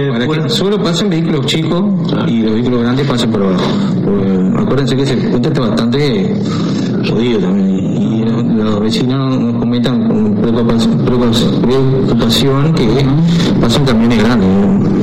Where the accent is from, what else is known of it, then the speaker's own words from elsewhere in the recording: Río Negro, Uruguay; todos somos ciudadanos de Río Negro y todos tenemos que tener la igualdad esa, ¿no? No porque yo vivo en Fredento